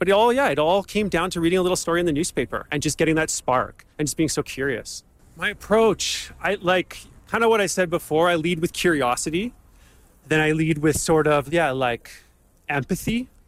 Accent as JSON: {"language": "English", "town": "Vancouver", "region": "British Columbia", "country": "Canada", "tie": "born or raised there", "said": "my hometown in Vancouver."}